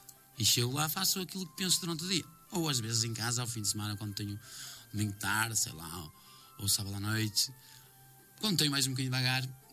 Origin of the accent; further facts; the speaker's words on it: Portugal; eu não sou natural de Friand, sou natural de outra freguesia vizinha.